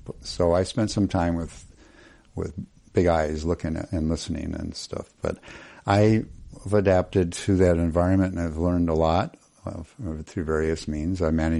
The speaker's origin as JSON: {"language": "English", "town": "Twin Cities", "region": "Minnesota", "country": "United States", "tie": "born there", "moved": "as an adult", "said": "I came from the Twin Cities, was born in the Twin Cities. I worked for 25 years at Hennepin County Medical Center as an operating room nurse."}